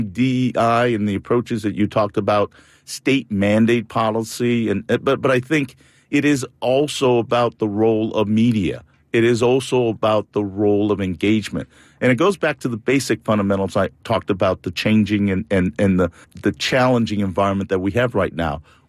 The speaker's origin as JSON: {"language": "English", "country": "United States", "said": "as an Asian American"}